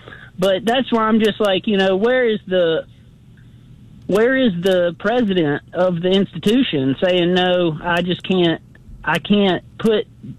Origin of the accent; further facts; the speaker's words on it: the South, United States; I'm cold natured. You know, I'm born and bred in the South.